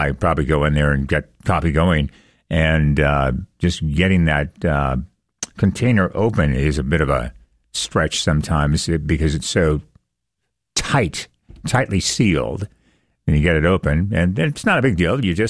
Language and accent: English; Washington, United States; Well, I grew up on the West Coast and moved here from Washington State.